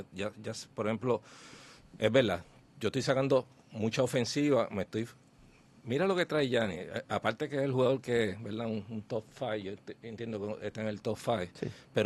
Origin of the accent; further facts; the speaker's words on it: Puerto Rico; Nosotros que nos criamos allá en Llorén